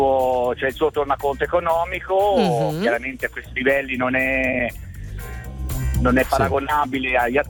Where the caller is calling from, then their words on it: Lucca, Tuscany, Italy; Chiamo da Lucca.